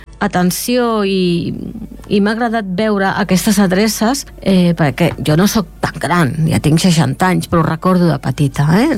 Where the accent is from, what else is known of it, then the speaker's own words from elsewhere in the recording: Esplugues de Llobregat, Catalonia, Spain; la gent que vivim a Esplugues Fanys, doncs sempre li hem dit al barri del Sucre. Jo sóc de Can Clota, sí, eh? I jo visc, al carrer del Sucre.